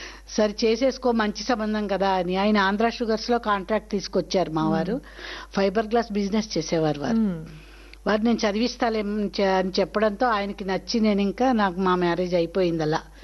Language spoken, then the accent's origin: Telugu; Andhra Pradesh, India; born there; moved away as an adult; now in Hyderabad, India; ఎప్పుడు మా ఊరు నుంచి రాజమండ్రికి, రాజమండ్రిలో మా అమ్మగారు ఉండేవారు, పడవలోనూ వెళ్ళేవాళ్ళం అనమాట లాంచ్లో.